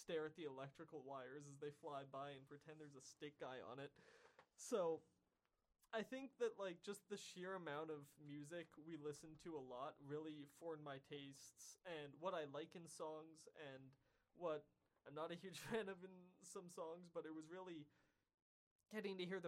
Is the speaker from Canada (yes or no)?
yes; Prince George, British Columbia, Canada; how being in Prince George has helped the band grow and how growing up in Prince George has helped me grow.